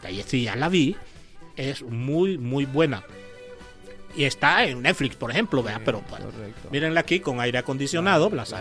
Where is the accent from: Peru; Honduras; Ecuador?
Honduras